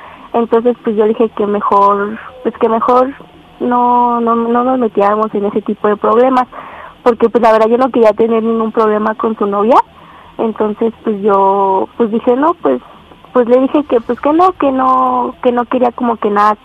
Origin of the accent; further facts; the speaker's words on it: State of Mexico, Mexico; Tengo 13 años y soy del Estado de México.